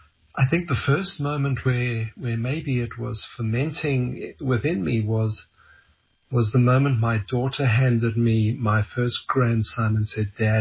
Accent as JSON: {"language": "English", "country": "South Africa", "tie": "born or raised there", "also_born_or_lived": "London, England", "accent": "South African", "moved": "as an adult", "lives_now": "Canada", "said": "I was born in London, England, a Scottish father, an English mother. And when I was a child, we emigrated to South Africa, and that's my accent. I lived in South Africa for 25 years."}